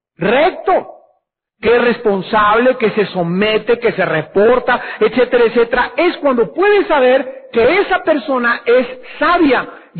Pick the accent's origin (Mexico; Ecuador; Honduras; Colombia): Mexico; Sinaloa; also born or lived in Sonora; Yo soy de Sinaloa y de Sonora, y por eso soy así, secote.